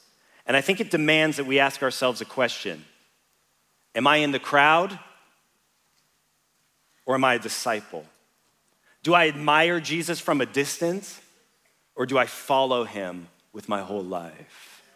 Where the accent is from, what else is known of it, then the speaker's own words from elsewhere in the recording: Canada; For me as a Canadian, I'm just like, I'm in the middle of Nowhereville, Sweden.